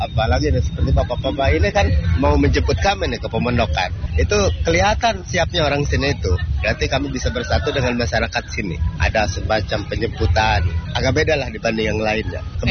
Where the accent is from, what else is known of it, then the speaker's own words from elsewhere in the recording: Banten, Indonesia; Iya, kami kebetulan dari Banten itu cukup lumayan ya.